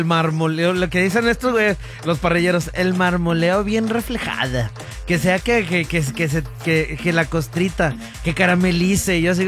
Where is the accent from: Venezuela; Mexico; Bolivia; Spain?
Mexico; De aquí soy, porque soy cavernícola, pero soy cavernícola mexicano.